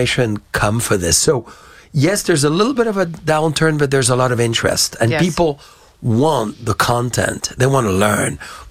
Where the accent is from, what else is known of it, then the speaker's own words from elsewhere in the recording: Bourgogne-Franche-Comté, France; I come from Burgundy where the wine could be more austere, very earthy.